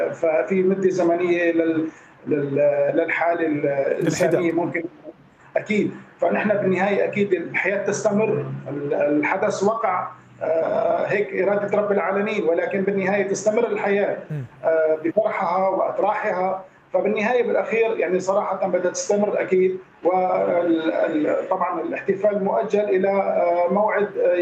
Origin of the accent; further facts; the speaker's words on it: Salamiyah, Hama Governorate, Syria; باسم اهالي سلميه عموما، نحن من لما بنعزي حالنا ايضا كمان نحن كسوريين